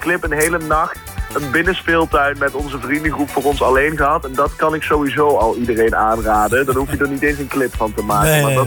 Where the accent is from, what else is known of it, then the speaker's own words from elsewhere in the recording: Limburg, Netherlands; Ja, overal en nergens proberen we te zijn, maar we komen dus een beetje uit Limburg.